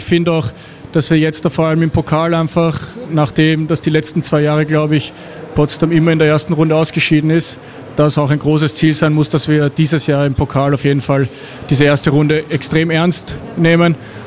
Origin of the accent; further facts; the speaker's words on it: Austria; Ich meine, für mich als Österreicher natürlich nochmal ein Bonus, dass wir das gleich in meinem Heimatland gemacht haben.